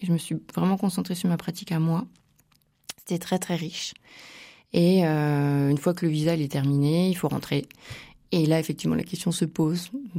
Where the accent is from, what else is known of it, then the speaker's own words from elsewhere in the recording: Bourgogne-Franche-Comté, France; moved away as an adult; now in Charente, France; je ne suis pas du tout charentaise, je viens de Bourgogne, où c'est plutôt la gastronomie qui est mise en avant